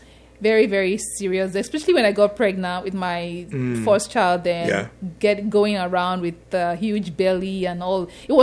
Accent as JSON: {"language": "English", "country": "Nigeria", "moved": "as an adult", "lives_now": "Canada", "said": "I transitioned into HR after we moved to Canada. So back in Nigeria"}